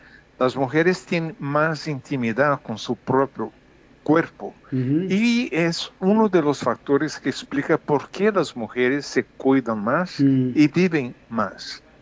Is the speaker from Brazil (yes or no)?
yes; Brazil; Cuando yo era niño había una proporción en mi país, en Brasil, de 4 o 5% de personas con más de 60 años.